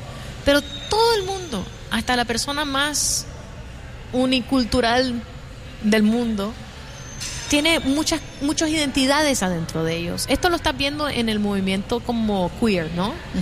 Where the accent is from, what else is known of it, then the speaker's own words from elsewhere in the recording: Nicaragua; yo siempre digo que soy de Nicaragua porque